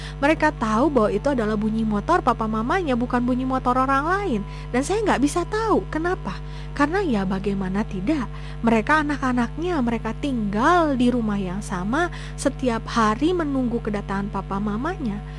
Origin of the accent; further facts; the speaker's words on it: Garut, West Java, Indonesia; moved away as an adult; also born or lived in Bandung; saya kuliah di Bandung dan kota asal saya Garut.